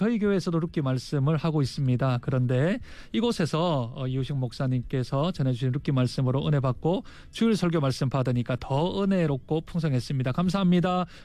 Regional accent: Gyeongsang, South Korea

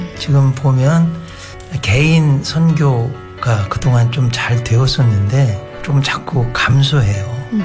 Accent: Nonsan, South Chungcheong, South Korea; 저 고향이 논산입니다

